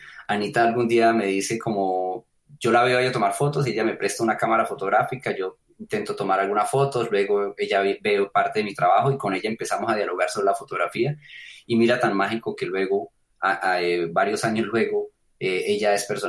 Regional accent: Málaga, Santander, Colombia; born there; yo nací en Málaga, Santander, en un pueblo metido en las montañas de la cordillera oriental de los Andes, con difícil acceso, un pueblo que no se relaciona con Bucaramanga

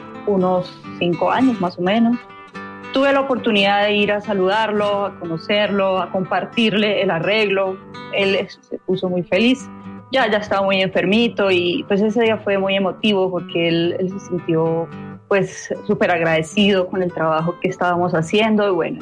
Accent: Ocaña, Norte de Santander, Colombia; yo soy de Ocaña, norte de Santander, que es una tierra, pues, que está en los Andes, pero tiene mucha, mucha influencia de la costa.

